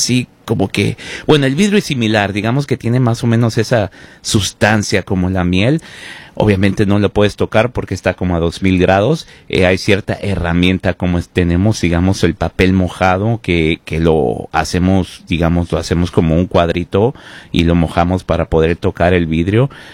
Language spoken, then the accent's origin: Spanish; Mexico; now in Washington, United States; ¿Soy mexicano o soy más de aquí?